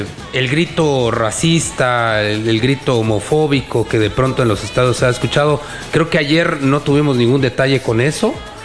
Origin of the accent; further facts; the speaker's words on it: Mexico; No es un grito que la verdad nos orgullezca como mexicanos.